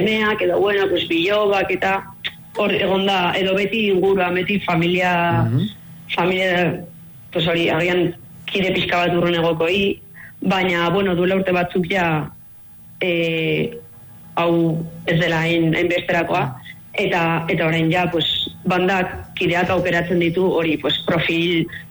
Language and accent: Basque; Zizur Mayor, Navarre, Spain; zizurren bagara emakume pila